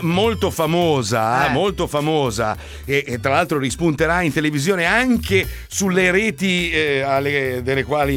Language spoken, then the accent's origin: Italian; Milan, Lombardy, Italy; E poi era un premio che uno, una persona sola, aveva proposto di darmi, come milanese, insomma.